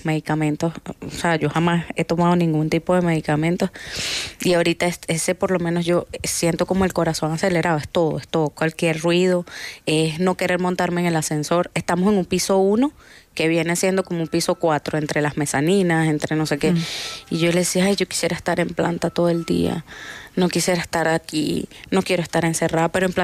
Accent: La Guaira, Venezuela; born or raised there

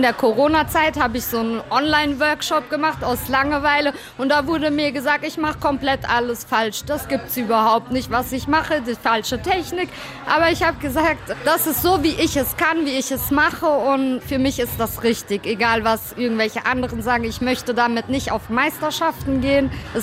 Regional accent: Frankfurt, Hesse, Germany; Ich bin in Frankfurt geboren und aufgewachsen im Gutleutviertel, das ist das Bahnhofsviertel, Rotlichtmilieu

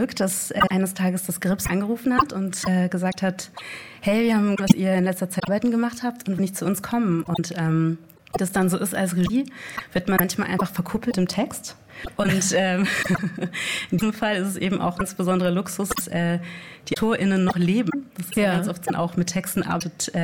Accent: South Germany, Germany; Nee, ich komme aus Süddeutschland.

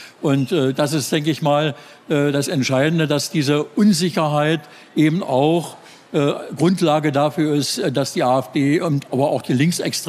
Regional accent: Wittenberg, Saxony-Anhalt, Germany; die Demonstrationen in meiner Heimatstadt Wittenberg.

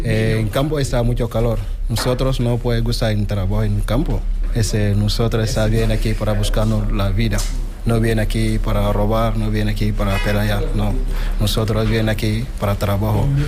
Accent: Senegal; Spanish is a second language; Yo soy de Senegal, sí.

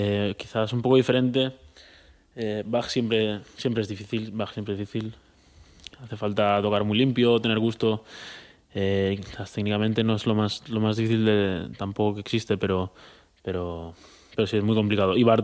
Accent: Rafelbuñol, Valencian Community, Spain; moved away as an adult; now in Madrid, Spain; yo soy de Valencia.

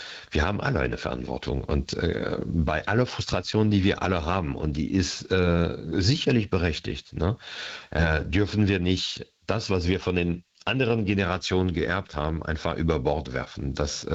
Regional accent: Paris, Île-de-France, France; Also ich habe das als Kind in Paris immer gesehen, diese Kolonnen, und habe mir gedacht, eines Tages möchte ich drin sein, und dieser Tag ist gewesen.

